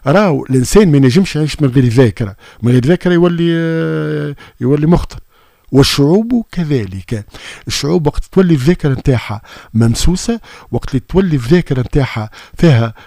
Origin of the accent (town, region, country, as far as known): Tunisia